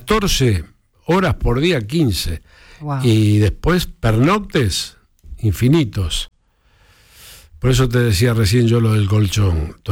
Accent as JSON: {"language": "Spanish", "town": "Chacarita", "region": "Buenos Aires", "country": "Argentina", "said": "Yo soy de Chacarita."}